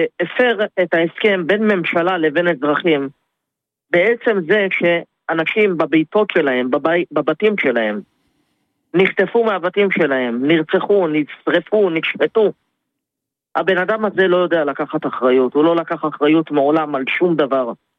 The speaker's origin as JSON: {"language": "Hebrew", "town": "Ness Ziona", "region": "Central District", "country": "Israel", "said": "תראה, האמת ש … אני מנס ציונה."}